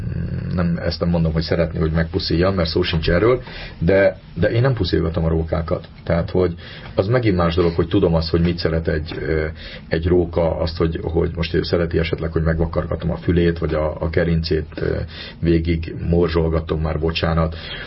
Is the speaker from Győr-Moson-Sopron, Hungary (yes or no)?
no; Budapest, Hungary